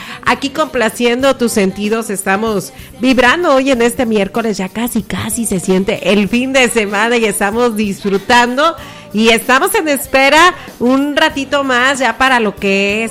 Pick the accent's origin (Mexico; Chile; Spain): Mexico; Equipo mexicano a la cual estamos echando porras nosotros, porque somos mexicanos